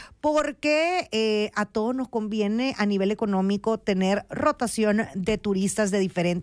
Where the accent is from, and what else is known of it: El Salvador